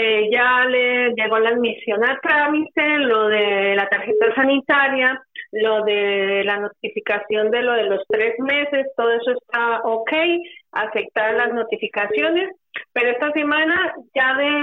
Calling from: Madrid, Community of Madrid, Spain; de Madrid.

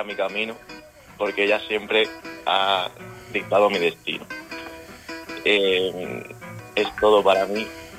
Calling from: Madrid, Community of Madrid, Spain; Desde Madrid, aquí, desde un barrio de Usera.

